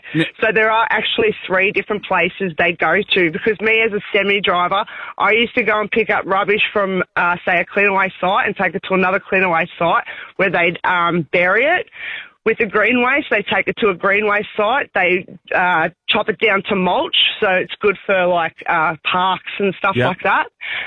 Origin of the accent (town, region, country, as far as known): Werribee, Victoria, Australia